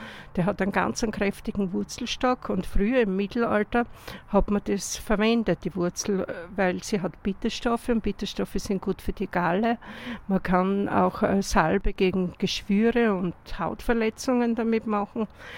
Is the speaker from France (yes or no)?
no; Jamm, Styria, Austria; moved away; ich komme auch aus Jam bei St. Anna am Maigen.